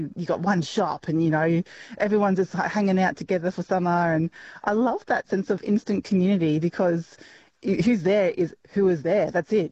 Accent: Brisbane, Queensland, Australia; because I grew up in Brisbane, sunny Queensland.

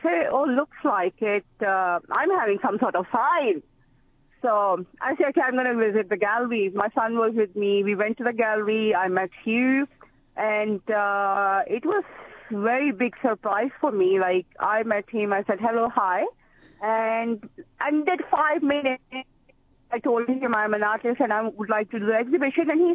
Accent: Pakistan; I'm from Pakistan.

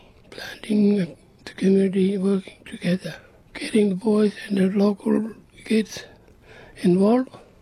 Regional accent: Ikuntji, Northern Territory, Australia; also born or lived in Papunya; Well, Ikunji is my home. I was raised there from a little boy. I was born in Bubanya, but my family grew me up at Asplab, Ikunji. That's where I belong, because of my grandfather.

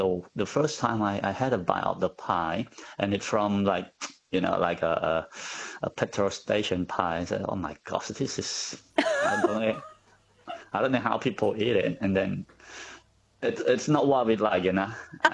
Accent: Cambodia; now in Australia; No, not at all. Because we didn't have pie in Cambodia, you know. We don't have pie in Cambodia.

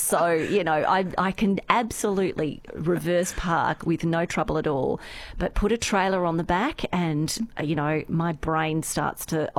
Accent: Sydney, New South Wales, Australia; Because I grew up in Sydney

